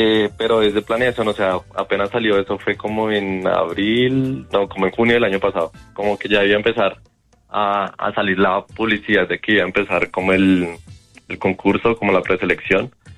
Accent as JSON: {"language": "Spanish", "country": "Colombia", "said": "la nueva generación de cocineros colombianos. Siento que estamos haciendo un muy buen trabajo, pues sí, me incluyo en eso"}